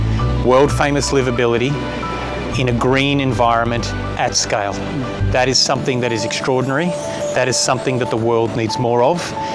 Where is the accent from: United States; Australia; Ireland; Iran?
Australia; Melbourne, Victoria; And I hope to see you in my hometown of Melbourne